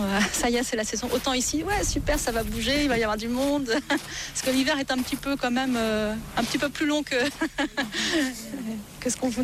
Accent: Pornichet, Pays de la Loire, France; now in Belle-Île-en-Mer, France

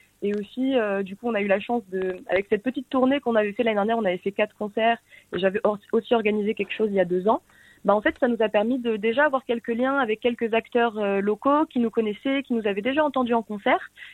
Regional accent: Occitanie, France; now in Germany; moi je suis originaire des Vallées des Gaves. Donc ma maman, ma famille maternelle est originaire du Val d'Azun et du Pays Toil.

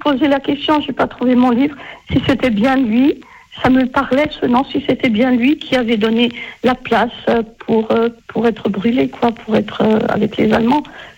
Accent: Ajaccio, Corsica, France; Enfin, à Sartène, puisque moi je suis d'Ajaccio

